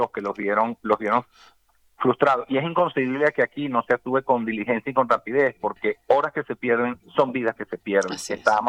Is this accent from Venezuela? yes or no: yes; Venezuela; now in Spain; Nosotros como tantos venezolanos